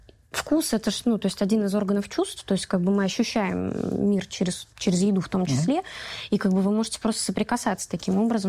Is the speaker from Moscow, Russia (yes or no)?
no; Saransk, Mordovia, Russia; born there; Мой дедушка Валерий Николаевич, вот такие вот у меня праздники всегда собирал в Саранске, в городе.